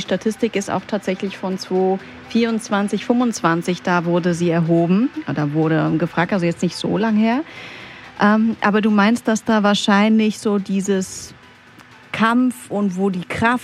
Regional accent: Greece; moved away; ich komme ja aus Griechenland

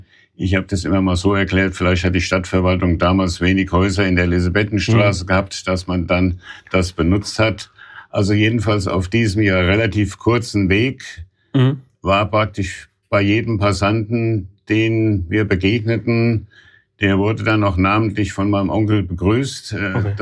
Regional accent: Raunheim, Hesse, Germany; Alt-Raunheimer, ich bin in Raunheim nicht nur aufgewachsen.

